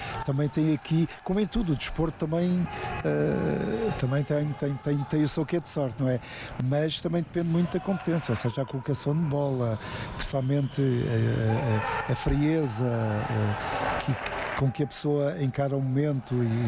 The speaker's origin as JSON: {"language": "Portuguese", "country": "Portugal", "said": "para nós somos portugueses, como é lógico"}